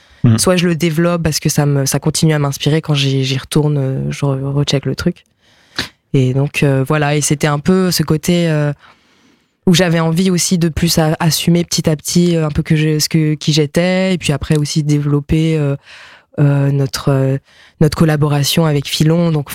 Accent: Pays de la Loire, France; first language Japanese; C'était vraiment ma langue maternelle, mais en fait, mes parents étaient en Belgique, ils ont bougé. À Nantes, à côté de Nantes quand j'avais 4 ans, donc oui, j'ai vraiment grandi.

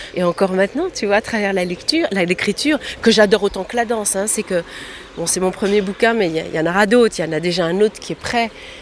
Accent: France; also born or lived in United States; je suis française, que j'ai une mère blanche

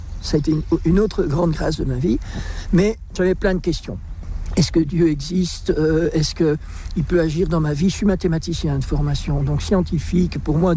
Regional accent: Belgium; Mon père est flamand, ma mère est wallonne et moi je suis belge.

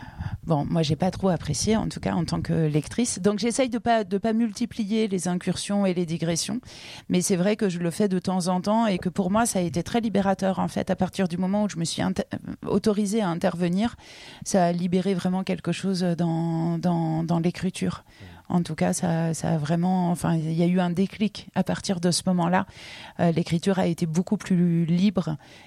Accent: France; qu'est-ce que ça veut dire être fasciné par les tropiques quand on est né et qu'on a grandi en France métropolitaine, quoi.

